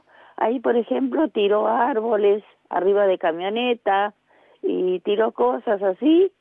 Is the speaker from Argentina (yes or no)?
yes; Miramar, Buenos Aires Province, Argentina; No viví en Miramar, pero sí vine de chica.